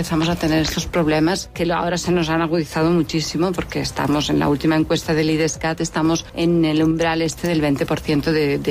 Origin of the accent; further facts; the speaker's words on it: Les, Catalonia, Spain; Soy de Les. Es un pueblo de unos 1.000 habitantes que está justo tocando la frontera con Francia